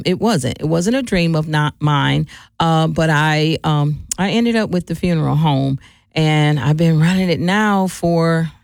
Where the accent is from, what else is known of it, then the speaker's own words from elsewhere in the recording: Milwaukee, Wisconsin, United States; Okay, well, I grew up in the city of Milwaukee, born and raised. Yeah. Been here all my life, I actually grew up on 18th and Locust.